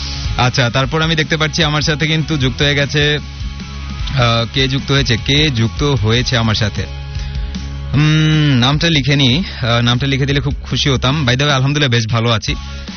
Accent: Bangladesh; আমরা বাংলাদেশি যারা আছি বা এই বাঙালি মানে আমরা জাতীয়তা ভেদে বাঙালি যারা আছি

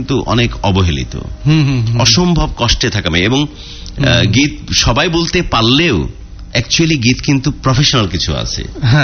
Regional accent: Bangladesh; একজন বাঙালি হিসাবে বা একজন বাংলাদেশি হিসাবে।

